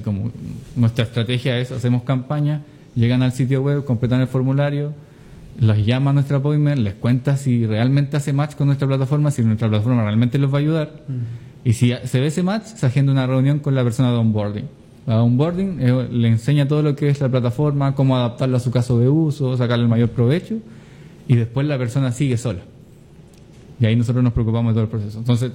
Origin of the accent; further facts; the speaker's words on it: Concepción, Biobío, Chile; Somos todos de Conce. Todo el equipo de Conce.